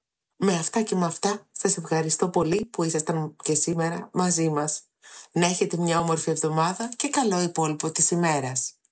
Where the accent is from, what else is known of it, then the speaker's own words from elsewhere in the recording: Greece; now in Australia; Ως Ελληνίδα μετανάστρια